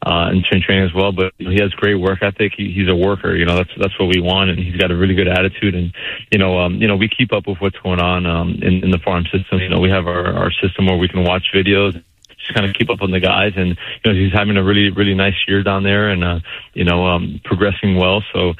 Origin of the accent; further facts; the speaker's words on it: Miami, Florida, United States; I was very lucky growing up in Miami. I had the Boys and Girls Club.